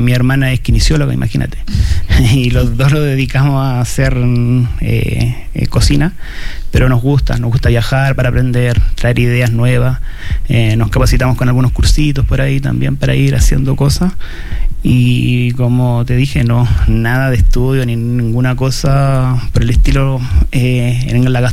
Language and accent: Spanish; Paihuano, Coquimbo, Chile; somos de Paihuano, somos de la quebrada de Paihuano.